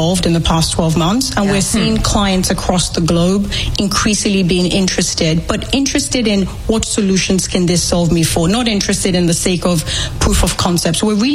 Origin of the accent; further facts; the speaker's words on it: United Kingdom; now in United States; I'm British, but I live in the US.